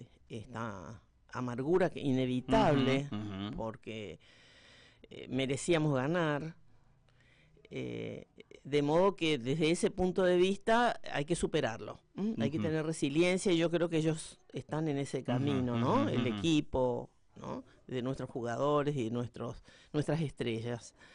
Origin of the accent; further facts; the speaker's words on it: Formosa, Argentina; Como argentina y como formoseña, los admiro.